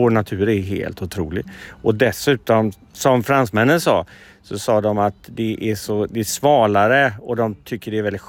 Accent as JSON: {"language": "Swedish", "town": "Gothenburg", "region": "Västra Götaland County", "country": "Sweden", "said": "Ja, som göteborgare så är vatten ett element som vi trivs med."}